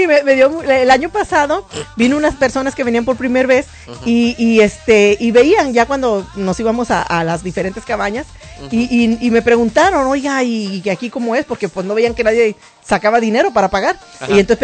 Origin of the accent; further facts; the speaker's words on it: Tamaulipas, Mexico; tener en el Tamaulipas, que es el estado de donde yo soy